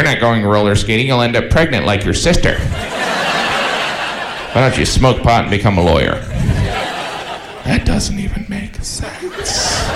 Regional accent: Indiana, United States; I am from Indiana, and I know what most of you are thinking. Indiana, Mafia. But where I grew up, there was something very similar to the Mafia, 4-H.

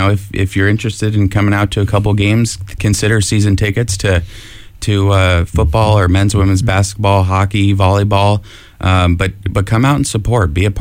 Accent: Arizona, United States; now in Northwest Ohio, United States; I grew up in Arizona, but my parents are from the Midwest.

